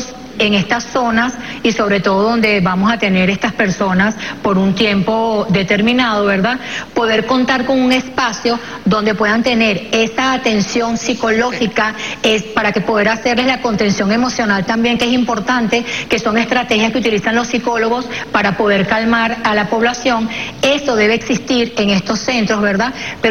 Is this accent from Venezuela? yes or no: yes; Venezuela; Y se encuentra la esencia de nosotros como venezolanos.